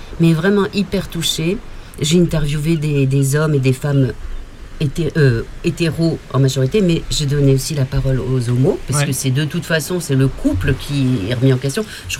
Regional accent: Tulle, Nouvelle-Aquitaine, France; Moi, je viens de Tulle, en Corrèze

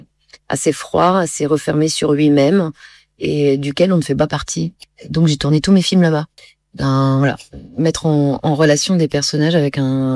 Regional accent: Grand Est, France; moved away; Donc moi, j'ai grandi dans la Marne, mais c'était pas par choix.

